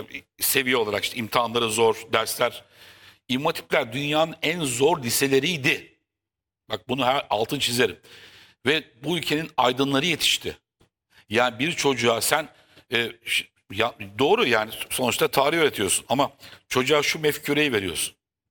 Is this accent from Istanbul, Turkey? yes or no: yes; Kadıköy, Istanbul, Turkey; Bak Sen Josef işte Anadolu, Kadıköy Anadolu mezunu arkadaşım. Ben Kadıköy'de büyüdüm.